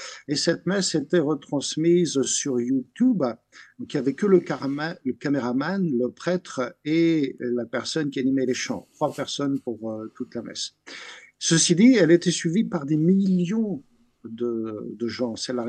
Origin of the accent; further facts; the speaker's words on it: France; de parents issus de ce pays qu'est la Bosnie-Herzégovine, où se trouve Medjugorje. Je suis né, j'ai grandi en France, mais chaque année, j'allais passer l'été donc, avec ma famille.